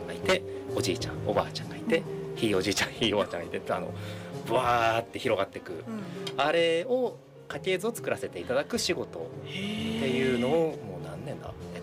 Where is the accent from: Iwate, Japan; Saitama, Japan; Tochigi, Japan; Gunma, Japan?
Iwate, Japan; Yahaba; moved away as an adult; also born or lived in Tokyo; now in Ninohe, Japan; 出身僕岩手の矢巾なんですよ。